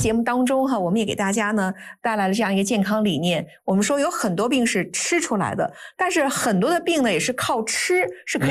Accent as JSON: {"language": "Chinese", "country": "China", "said": "这也是我们中国人的这个汤养智慧。"}